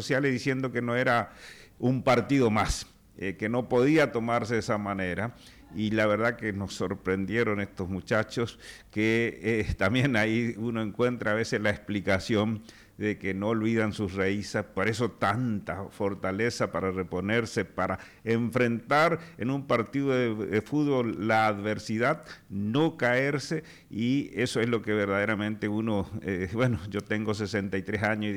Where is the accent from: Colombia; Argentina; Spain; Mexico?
Argentina; General José de San Martín, Chaco; yo todos los años acostumbro a estar en mi pueblo, en General José de San Martín, en la provincia del Chaco, con mis camaradas, es una tradición que guardo hace más de 40 años